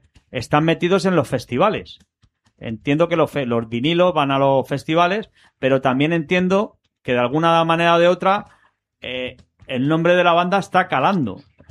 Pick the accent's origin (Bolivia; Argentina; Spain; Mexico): Spain; que al final somos todos españoles y orgullosos de ello. Yo lo soy